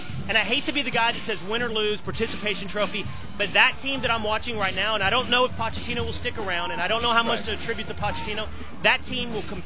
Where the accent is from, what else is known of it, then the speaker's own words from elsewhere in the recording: United States; I'm an American